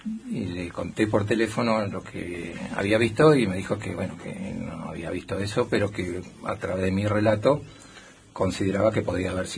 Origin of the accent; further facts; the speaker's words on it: Buenos Aires, Argentina; Yo vengo de Buenos Aires, capital.